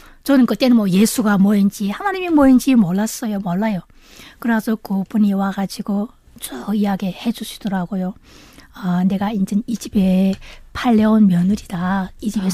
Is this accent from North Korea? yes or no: yes; North Korea; now in South Korea; 안녕하세요.